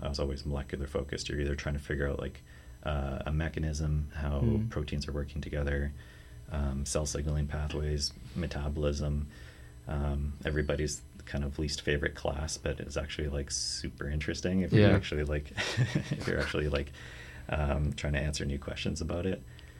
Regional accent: Ontario, Canada; We're both originally from Ontario.

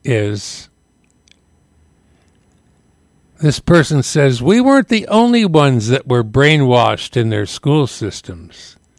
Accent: British Columbia, Canada; We are Ahusat. We are Kelsmat. We are Yuthluwit'hat. We are not Canadian. We were not born in Canada.

